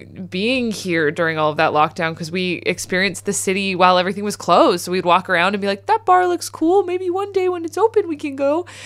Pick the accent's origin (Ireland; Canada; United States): Canada; Saskatchewan; Yeah, so I'm from Saskatchewan, which is the boring flatbed of Canada